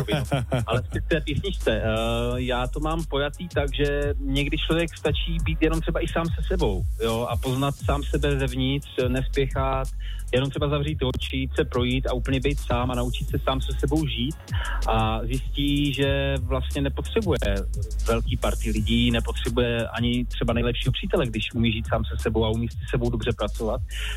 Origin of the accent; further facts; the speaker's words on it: Moravia, Czechia; vzhledem tomu, že jsem z Moravy